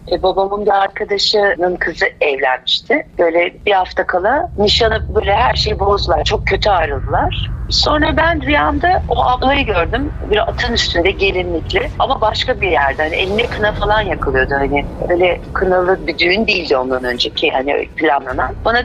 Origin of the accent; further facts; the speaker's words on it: Ankara, Turkey; also born or lived in Erzurum / İzmir; 5 yaşında Ankara'ya geldim ben İzmir'den.